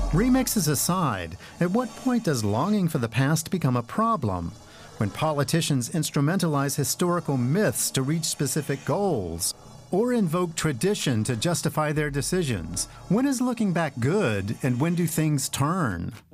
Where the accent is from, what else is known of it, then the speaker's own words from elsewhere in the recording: Haskovo, Haskovo Province, Bulgaria; Sofia, and this is my hometown of Haskovo.